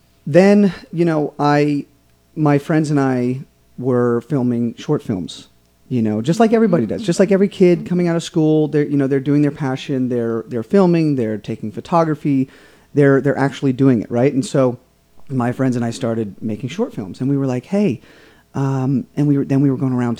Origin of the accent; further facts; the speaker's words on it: Lebanon, Pennsylvania, United States; moved away as an adult; also born or lived in Los Angeles; I grew up in Lebanon, PA